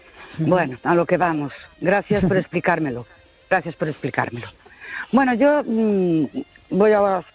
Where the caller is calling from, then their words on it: Ourense, Galicia, Spain; de Ourense.